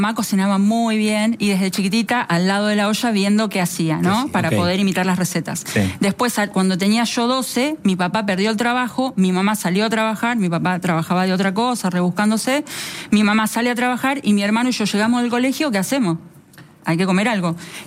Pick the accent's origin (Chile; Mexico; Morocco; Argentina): Argentina; somos tres argentinas y una alemana.